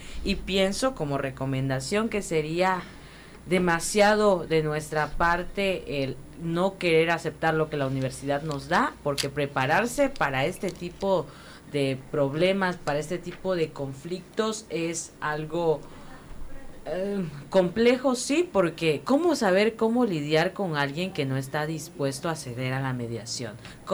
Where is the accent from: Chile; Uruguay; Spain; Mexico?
Mexico; Tabasco; somos tabasqueños